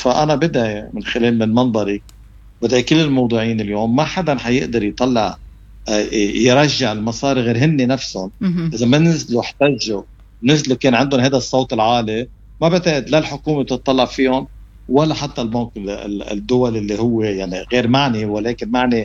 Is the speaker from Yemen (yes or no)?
no; Lebanon